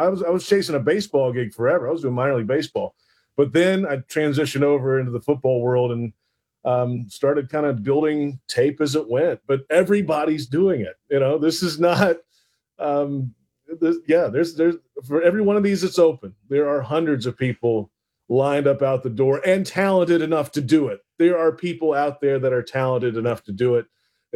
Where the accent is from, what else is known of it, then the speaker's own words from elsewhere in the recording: Trussville, Alabama, United States; moved away as an adult; I'm from Thrustville, Alabama, right outside of Birmingham. Went to the University of Alabama, 4 years